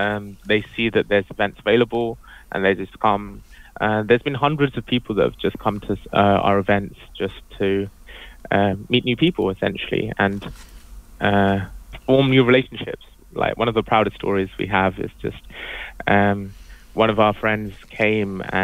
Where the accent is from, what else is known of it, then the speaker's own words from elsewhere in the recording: London, United Kingdom; Like, I'm from London, and it's so many people that are around